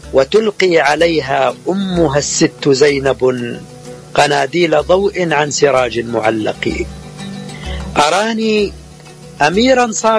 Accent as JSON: {"language": "Arabic", "country": "Egypt", "said": "وعندنا في مصر"}